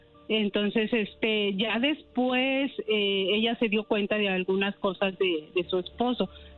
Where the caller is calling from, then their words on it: Denver, Colorado, United States; De Denver, Colorado.